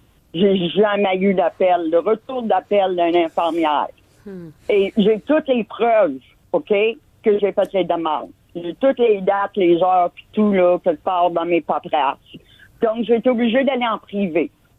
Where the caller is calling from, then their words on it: Lévis, Quebec, Canada; Puis moi, si vous voulez savoir où je suis, je suis à Lévis.